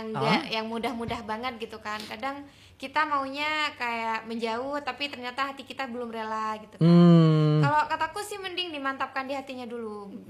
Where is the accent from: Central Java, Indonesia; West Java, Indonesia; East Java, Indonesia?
East Java, Indonesia; Saya asli Gending.